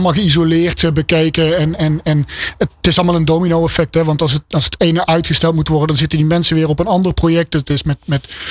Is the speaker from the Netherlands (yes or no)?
yes; North Brabant, Netherlands; ik kom uit de buurt van Eindhoven, dus Amsterdam zegt mij niet zoveel.